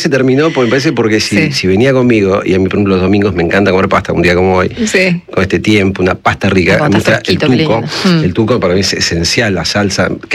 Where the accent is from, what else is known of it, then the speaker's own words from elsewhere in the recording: Luján, Buenos Aires Province, Argentina; yo vivía en un barrio, vos también sos de Luján